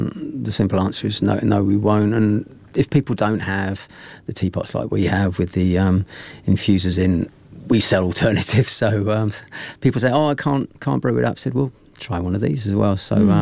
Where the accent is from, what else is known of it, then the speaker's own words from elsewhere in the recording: England, United Kingdom; accent: English; you can probably tell from our accents that we're English and we love tea.